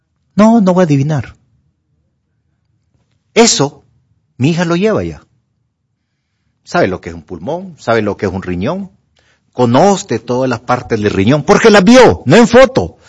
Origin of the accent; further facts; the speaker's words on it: La Trinidad, Comayagua, Honduras; moved away; allá de mi pueblo, la Trinidad, Comayagua.